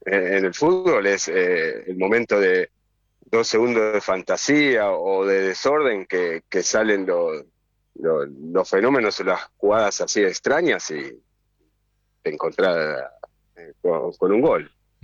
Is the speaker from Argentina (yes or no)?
yes; Argentina; Para nosotros que somos argentinos.